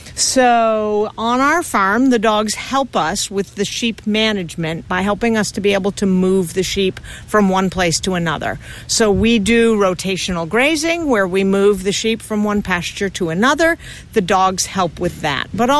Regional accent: Warwick, Massachusetts, United States; we come from Warwick, Massachusetts, which is on the New Hampshire border, close to Vermont.

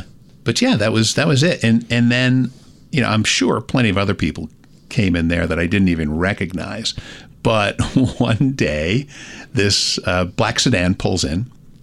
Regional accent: Clinton Corners, New York, United States; moved away; I'm from, if you know where Poughkeepsie is

